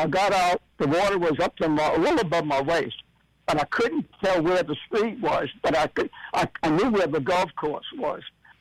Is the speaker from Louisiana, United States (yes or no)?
yes; New Orleans, Louisiana, United States; I'm from New Orleans